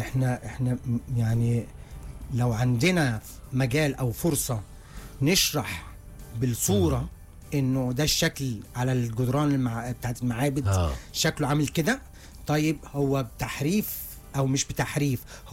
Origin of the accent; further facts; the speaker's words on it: Egypt; احنا مصريين